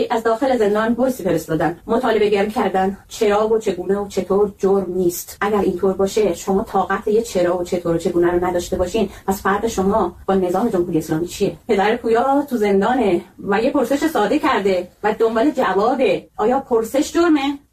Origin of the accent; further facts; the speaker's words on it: Iran; ما تو ایرانیم